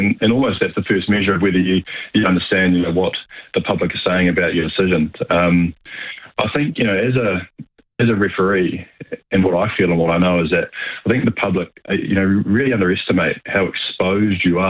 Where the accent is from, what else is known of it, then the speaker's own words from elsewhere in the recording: New Zealand; growing up in New Zealand, we grew up this sport.